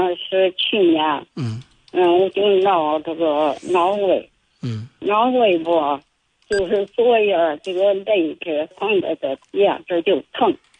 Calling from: Shijiazhuang, Hebei, China; 我是石家庄的。

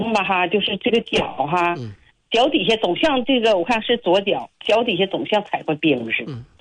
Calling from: Changchun, Jilin, China; 就是我是长春的。

